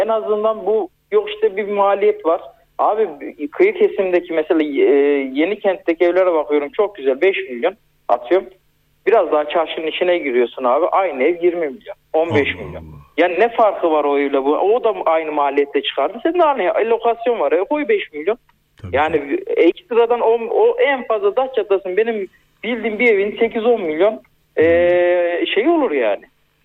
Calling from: Ankara, Turkey; Ankara'dan

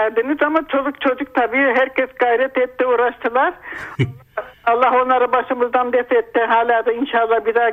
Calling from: Bursa, Turkey; Ben Bursa'dan

